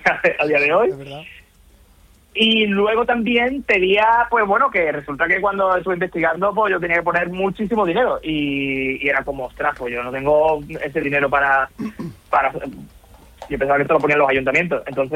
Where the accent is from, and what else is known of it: Chiclana de la Frontera, Andalusia, Spain; born there